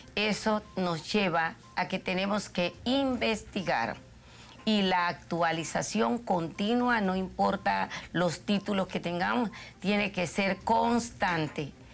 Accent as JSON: {"language": "Spanish", "country": "Panama"}